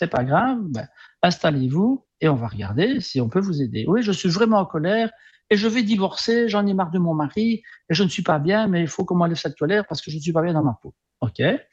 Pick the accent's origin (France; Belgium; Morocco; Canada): Belgium; born there; mes parents sont italiens, donc ils sont venus en Belgique dans les années 50 et moi, je suis né ici en Belgique, donc je vais dire que j'ai un lien à la culture italienne de par mes parents, et puis bon, moi j'ai la culture belge, hein, ou francophone